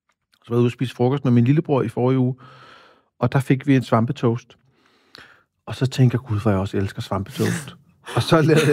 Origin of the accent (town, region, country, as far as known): Copenhagen, Capital Region of Denmark, Denmark; born or raised there